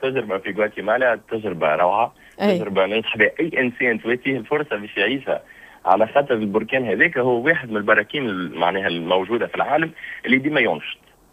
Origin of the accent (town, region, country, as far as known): Tunisia